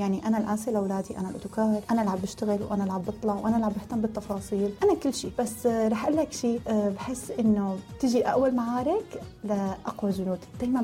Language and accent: Arabic; Syria; now in United Arab Emirates; بس نحن كسوريين شعب محبوب بالإمارات